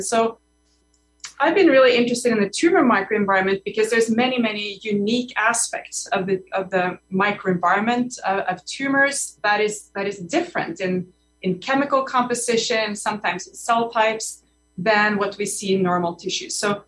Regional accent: Norway; moved away as an adult; I'm Norwegian. I grew up in Norway, and I did my undergraduate there and most of my graduate studies there.

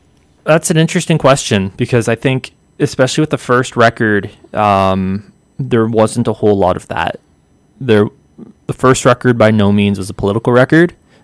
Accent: Newcastle, Ontario, Canada; the town that I grew up in. This small, it's not even considered a town, it's considered a village. A population of under 10,000 people.

